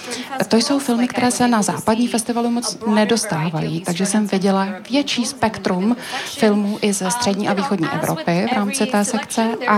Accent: India; Czech is a second language; Já jsem z Indie, takže jsem byla velice ráda, že tady máme také nový hlas z Indie.

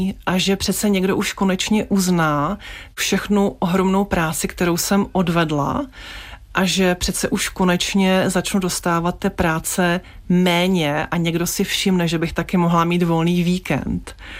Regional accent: Ostrava, Moravian-Silesian Region, Czechia; Takže jsem zůstala ve svém rodišti v Ostravě.

